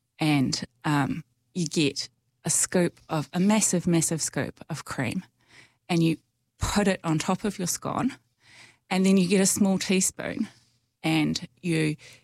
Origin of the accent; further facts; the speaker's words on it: Nelson, New Zealand; when I was growing up in Nelson.